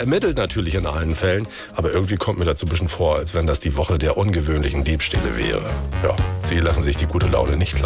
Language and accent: German; Grimma, Saxony, Germany; In Wendisch-Backendorf in der Nähe von meiner Heimatstadt Grimm